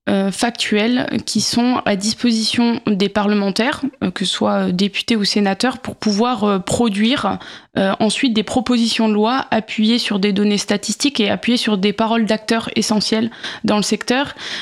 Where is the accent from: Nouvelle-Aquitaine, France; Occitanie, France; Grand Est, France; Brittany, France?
Grand Est, France; Étain; moved away as an adult; now in Lyon, France; Moi, j'ai commencé au conseil municipal des jeunes de ma petite ville de Meuse à Étain, dont je suis originaire, puisque je suis partie de la Meuse après mon baccalauréat pour faire mes études à Lyon.